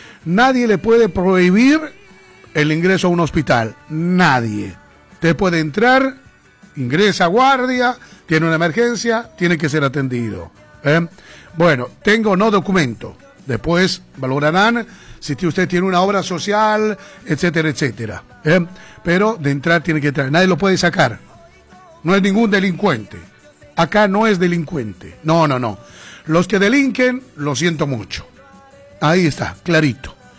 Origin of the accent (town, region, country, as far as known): Bolivia; now in Argentina